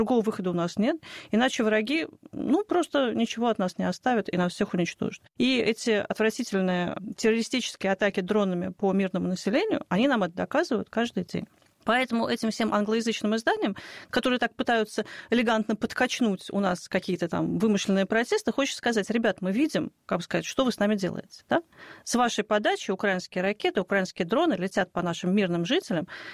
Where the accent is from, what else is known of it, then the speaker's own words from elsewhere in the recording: Moscow, Russia; Я вот коренная москвичка, для меня Никитская.